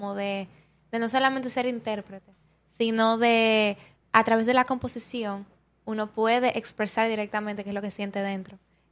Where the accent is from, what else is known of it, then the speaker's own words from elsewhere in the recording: Dominican Republic; lo que somos nosotros como dominicanos